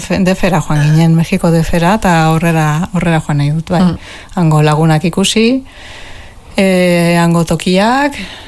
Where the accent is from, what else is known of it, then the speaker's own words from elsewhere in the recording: Basque Country, Spain; also born or lived in Nicaragua; Bai, osea, hemengoa naiz, bale? Baina, jaiotzez, ba, nikaragüense, odolez gernikarra, nire familia guztia angoa delako, baina parte handi bat, mexikana.